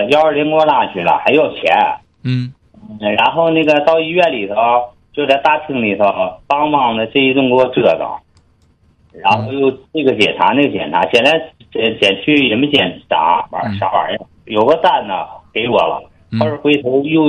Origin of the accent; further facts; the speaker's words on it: Jilin, China; born there; 然后我从白山市走回我们老家，走了半天。